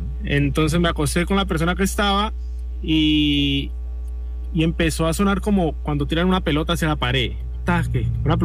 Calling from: Cali, Valle del Cauca, Colombia

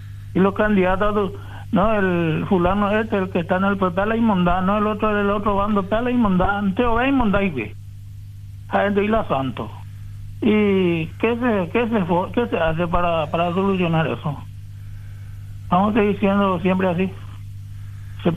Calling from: Paraguay; Qué vergüenza somos los paraguayos.

